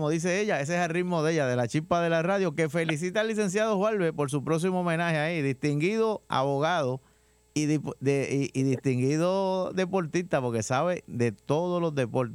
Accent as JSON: {"language": "Spanish", "town": "Caguas", "country": "Puerto Rico", "tie": "born or raised there", "said": "Nos criamos juntos allá en Cagua, en la Liga Gillette."}